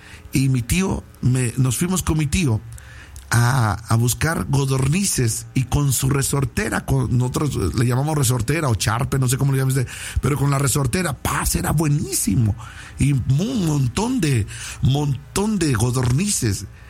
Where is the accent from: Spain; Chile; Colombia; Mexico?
Mexico; La Peña Colorada; moved away; la Peña Colorada, donde yo soy, donde yo nací en un pueblito que se llama La Peña Colorada, es allá, un pueblito, eso sí, tiene un río y ahora tiene una laguna, tiene río, tiene, nunca he estado ahí en esa laguna, pero tiene un río.